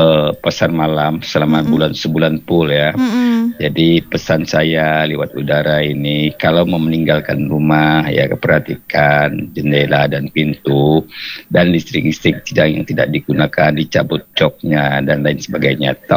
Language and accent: Indonesian; Natuna, Riau Islands, Indonesia; born or raised there